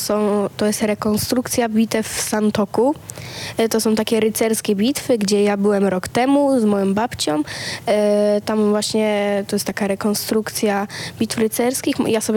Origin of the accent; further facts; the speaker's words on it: Zielona Góra, Lubusz Voivodeship, Poland; ja pochodzę z Zielonej Góry